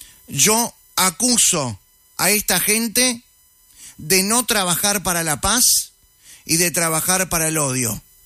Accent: Uruguay; Somos uruguayos.

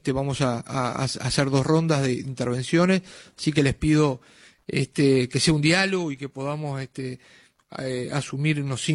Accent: Uruguay

